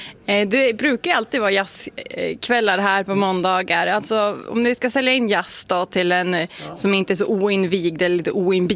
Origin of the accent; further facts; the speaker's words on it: Bräcke, Jämtland County, Sweden; jag är från Bräcke.